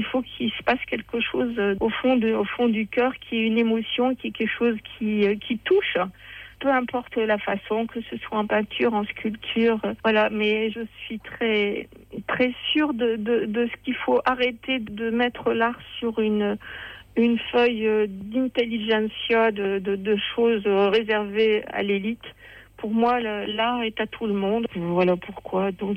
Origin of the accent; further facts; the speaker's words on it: Seclin, Hauts-de-France, France; born there; c'était pas à Dunkerque, c'était là où je suis née, à Seclin.